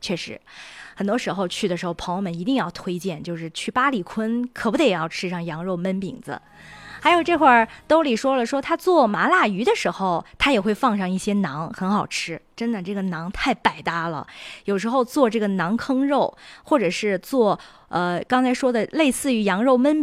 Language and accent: Chinese; Xinjiang, China